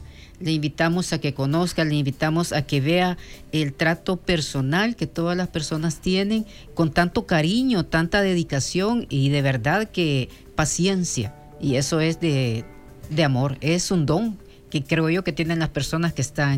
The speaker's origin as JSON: {"language": "Spanish", "country": "El Salvador", "said": "como decimos nosotros como salvadoreños"}